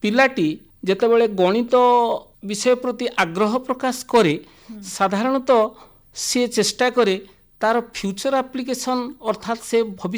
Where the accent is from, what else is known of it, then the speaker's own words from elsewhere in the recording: Odisha, India; now in Rayagada, India; ପ୍ରକୃତ ଘର କଟକ ଜିଲ୍ଲା।